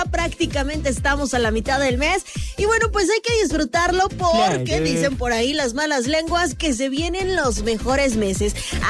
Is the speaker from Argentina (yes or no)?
no; Mexico; como buenos mexicanos, la neta es que festejamos todo el año